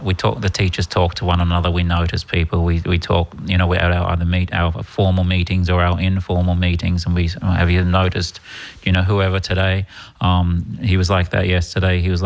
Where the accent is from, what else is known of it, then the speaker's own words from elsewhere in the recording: Perth, Western Australia, Australia; now in Ireland; I'm from Perth, Australia. I've been here about 26 years now.